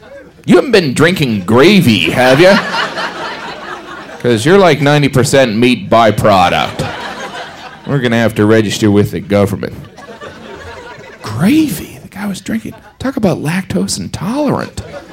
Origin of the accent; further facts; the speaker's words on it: Indiana, United States; I grew up in Indiana, and I was back home walking around the Kmart in our town